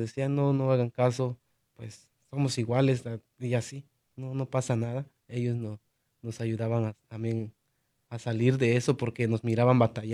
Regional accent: Chiapas, Mexico; yo, como decía, soy ahorita originario de Chiapas, México, pero nuestras raíces vienen desde Guatemala.

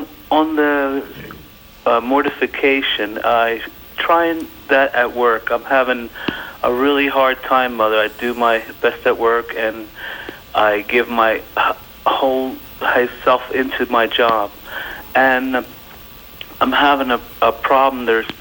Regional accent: Pennsylvania, United States; I'm from Pennsylvania.

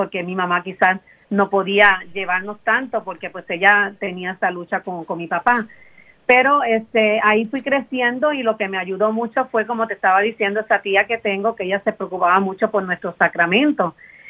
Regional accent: Puerto Rico; moved away as an adult; now in United States; Pero lo que mi esposo trabajó, pues en mi país era un poquito difícil encontrar el trabajo, por eso fue lo que nos hizo dar el cambio a Estados Unidos, porque mi esposo pues trabajó para ser mecánico de avión, y entonces en Puerto Rico

